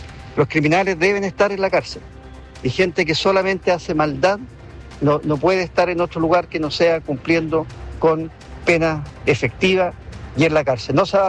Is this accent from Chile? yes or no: yes; Chile